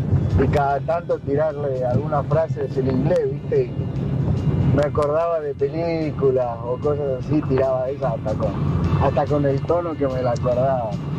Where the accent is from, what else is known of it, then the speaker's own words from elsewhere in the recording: Tucumán, Argentina; accent: tucumano; Y con suerte hablo tucumano